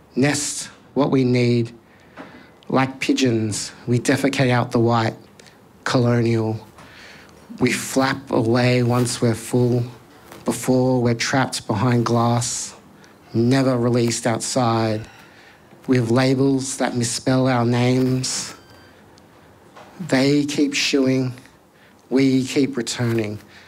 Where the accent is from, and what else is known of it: New South Wales, Australia; born or raised there